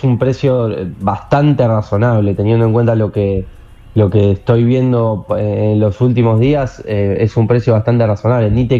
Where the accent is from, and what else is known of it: Argentina